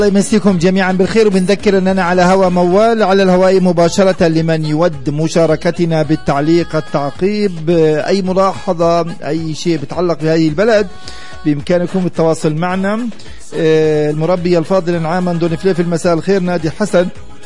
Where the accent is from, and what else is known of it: Palestine